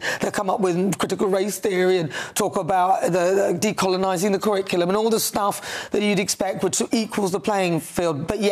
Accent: Newcastle upon Tyne, North East England, United Kingdom; I am a northern working class woman, by the way, just so you know. You know, I was born in Newcastle. I'm a Geordie.

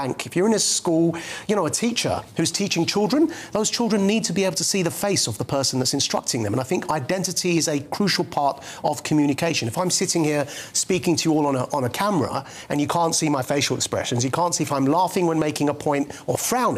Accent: East of England, United Kingdom; I'm from Essex, it's been there for a long time

